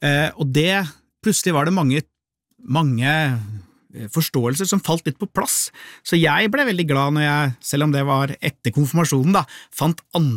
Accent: Lier, Buskerud, Norway; i hvert fall der jeg vokste opp i Lier.

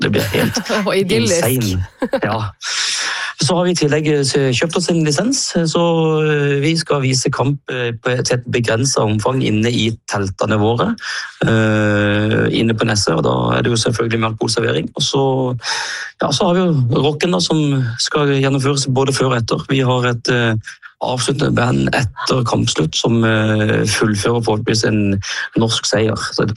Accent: Kristiansand, Agder, Norway; moved away; jeg er jo selv fra Kristiansand

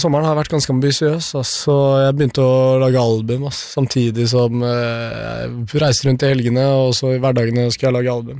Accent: Albania; now in Norway; Jeg er jo albaner, så jeg har jo noe av det der hammerspikeren i meg, liksom.

